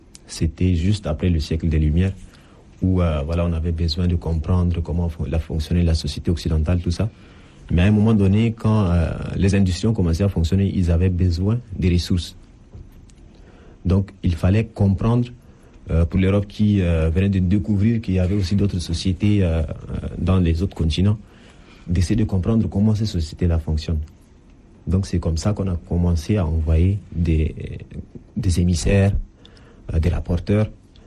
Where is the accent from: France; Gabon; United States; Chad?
Chad; N'Djamena; born there